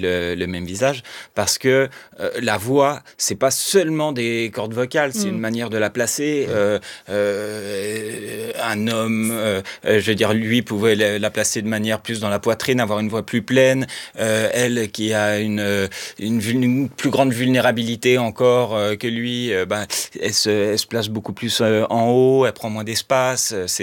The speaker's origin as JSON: {"language": "French", "region": "Quebec", "country": "Canada", "tie": "born or raised there", "accent": "Québécois", "moved": "yes", "said": "moi qui ai grandi au Québec, quand je vais au Québec et je reprends progressivement mon accent québécois"}